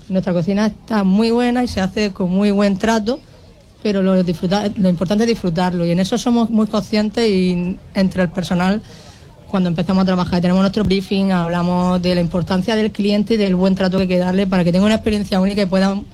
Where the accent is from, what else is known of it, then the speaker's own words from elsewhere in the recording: Almería, Andalusia, Spain; Mi padre era italiano, yo soy de aquí de Almería